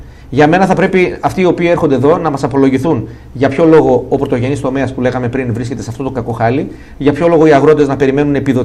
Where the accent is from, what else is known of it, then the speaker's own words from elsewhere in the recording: Greece; εγώ που είμαι Έλληνας, με τον αντίστοιχο Δαμιανίδη που είναι Σκοπιανός για παράδειγμα